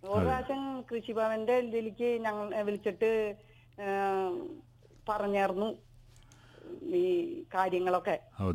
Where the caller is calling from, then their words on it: Chalakudy, Kerala, India; ചാലക്കുടി ഞങ്ങളുടെ വീട് തിരുത്തിപ്പറമ്പ് അന്നല്ലൂര് എന്ന് പറയും.